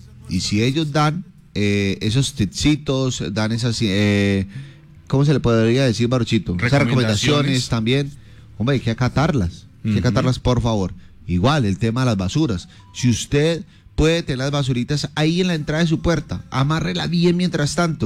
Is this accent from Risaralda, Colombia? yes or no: yes; Pereira, Risaralda, Colombia; Hay que ayudar entre todos, somos entre pereiranos, todos. Somos yo digo que más que pereiranos, risaraldenses